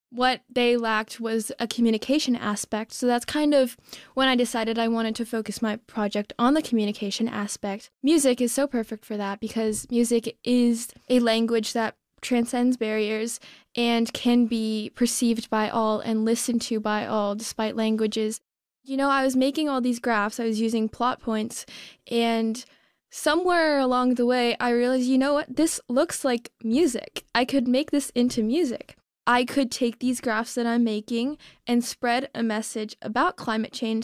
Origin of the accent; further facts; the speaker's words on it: South Pasadena, California, United States; I am from South Pasadena, California, and I play the violin.